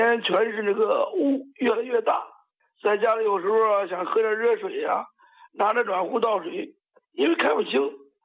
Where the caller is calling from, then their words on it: Shijiazhuang, Hebei, China; 我是河北石家庄的。